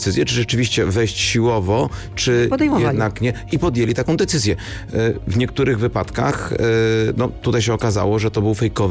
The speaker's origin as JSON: {"language": "Polish", "town": "Kraków", "region": "Lesser Poland", "country": "Poland", "said": "Ja jestem Krakusem."}